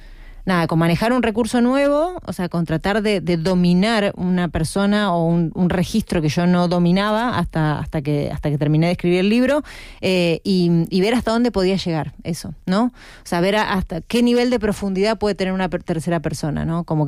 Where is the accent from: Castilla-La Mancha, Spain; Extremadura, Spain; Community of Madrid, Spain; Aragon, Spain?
Community of Madrid, Spain; Madrid